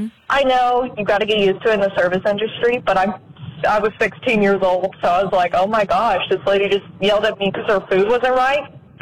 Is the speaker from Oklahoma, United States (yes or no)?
no; Crestview, Florida, United States; I'm from Crestview, Florida, and I'm 17 years old.